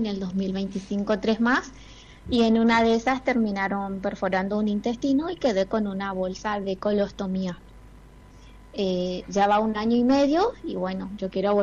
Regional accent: Villa Berthet, Chaco, Argentina

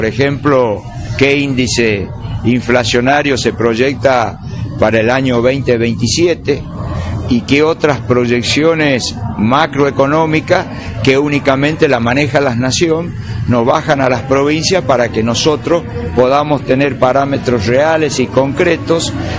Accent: Tucumán, Argentina; todos mis cargos, roles y funciones han sido en la provincia. Nunca me fui de Tucumán y nunca me fui llevándome un cargo afuera.

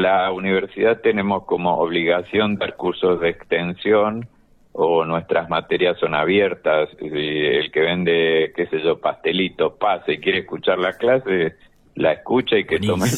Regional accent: La Plata, Buenos Aires Province, Argentina; born there; now in Oberá, Argentina; nací yo allá en La Plata

